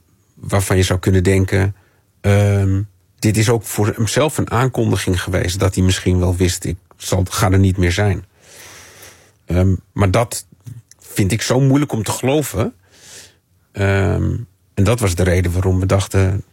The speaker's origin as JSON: {"language": "Dutch", "town": "Amsterdam", "region": "North Holland", "country": "Netherlands", "tie": "born or raised there", "said": "Want ik ben opgegroeid in Amsterdam. Dus op een gegeven moment gingen we naar alle musea af."}